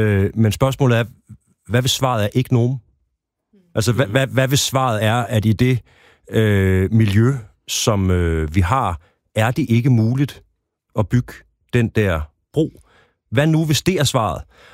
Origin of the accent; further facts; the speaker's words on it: Central Denmark Region, Denmark; now in Hellerup, Denmark; jeg er vokset op i Vestjylland, jeg er søn af forældre, der ikke havde en gymnasial uddannelse.